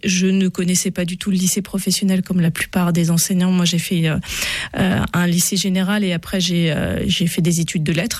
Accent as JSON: {"language": "French", "town": "Brest", "region": "Brittany", "country": "France", "said": "Donc, moi, je suis originaire de Brest."}